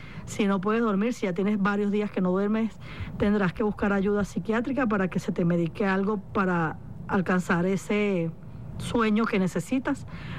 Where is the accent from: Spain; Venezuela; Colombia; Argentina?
Venezuela; Este es un momento que nos une, que nos abraza y que nos hace recordar quiénes somos como venezolanos.